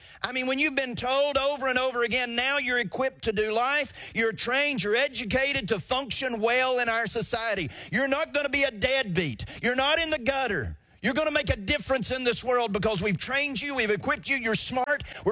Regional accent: United States; I thank God that I'm American, and I got great patriotism.

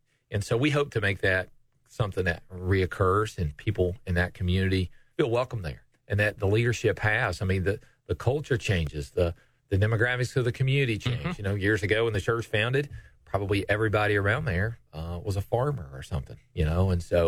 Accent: Johnson City, Tennessee, United States; I grew up in Johnson City and went to East Tennessee State

